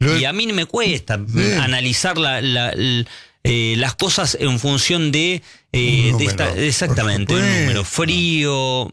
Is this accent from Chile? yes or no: yes; Chile; now in Argentina; Y vos pensás, Nelson, yo vengo de Chile. Vos comprás un producto en China, y te llega en 48 horas. Acá en Argentina son 10, 15 días.